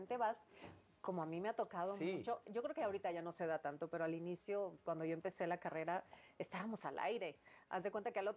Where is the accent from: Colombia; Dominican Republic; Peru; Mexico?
Mexico; Culiacán, Sinaloa; Yo soy de Culiacán, vamos a conocer la Ciudad de México